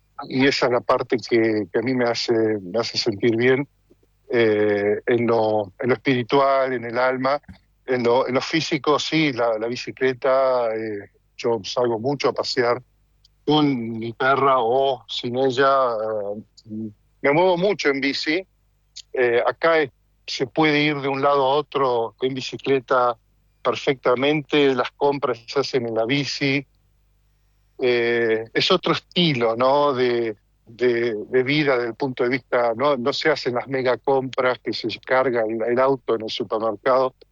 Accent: Argentina; now in North Holland, Netherlands

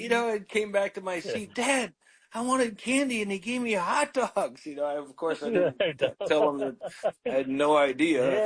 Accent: Chicago, Illinois, United States; now in Seattle, United States; I'm from Chicago, too

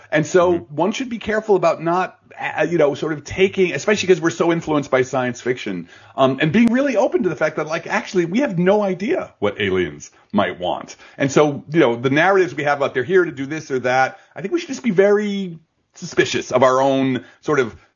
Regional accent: Belleville, New Jersey, United States

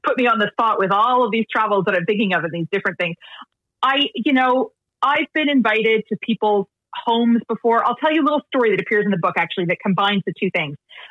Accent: Canada; now in Iceland; but also in Iceland, you know, I grew up in Canada. I speak Icelandic with an accent and I make mistakes.

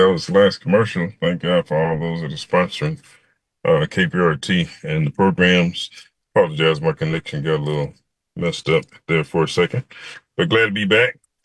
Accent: Kansas City, United States; moved away as an adult; having been born and raised in Kansas City and been back now some 30 years

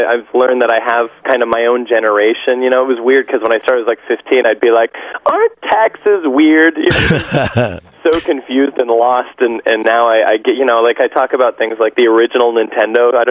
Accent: Seattle, Washington, United States; moved away as an adult; now in Los Angeles, United States; I'm originally from Seattle. And, yeah, it's crazy. And then when I was 20 out there, I booked 10 Things I Hate About You and moved to L.A. to capitalize on it.

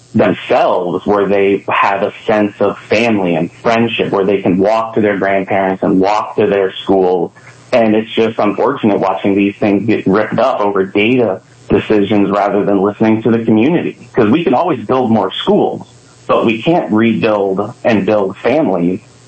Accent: Bowie, Maryland, United States; born there; I was originally born in Bowie as well

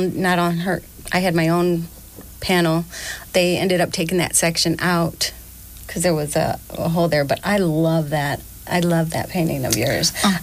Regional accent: Toledo, Ohio, United States; also born or lived in Chicago; I was born and raised here in Toledo, Ohio. I was on the South End. And I left when I was 18, but then I came back.

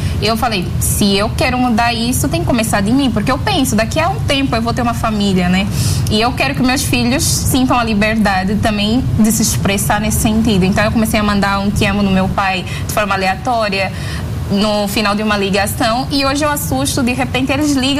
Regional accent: Angola; now in Brazil; Eu venho de uma cultura, sou africana, eu venho de uma cultura totalmente diferente. Eu enxergo que aqui vocês brasileiros são mais amorosos, são mais acolhedores e tudo mais. Não que isso de fato não exista em Angola

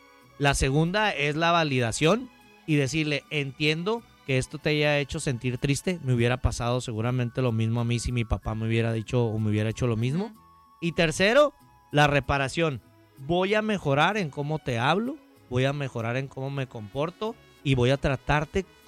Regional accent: Mexico; porque como mexicanos tenemos una cultura muy hermosa, muy bella

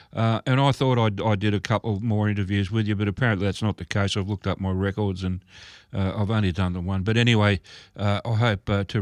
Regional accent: Melbourne, Victoria, Australia; I'm a Melbourne boy, you know. I grew up, born and raised in Melbourne, so I'm a city boy.

